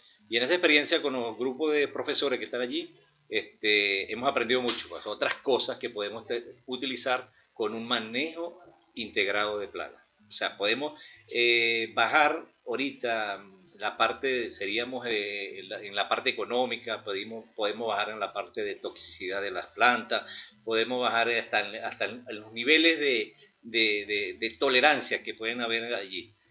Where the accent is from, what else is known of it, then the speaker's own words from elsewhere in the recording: Venezuela; Nosotros como venezolanos